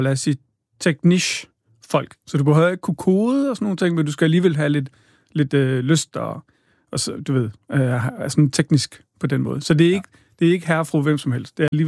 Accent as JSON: {"language": "Danish", "town": "Odense", "region": "Region of Southern Denmark", "country": "Denmark", "said": "Jeg er fra Odense. Kan du høre det synge?"}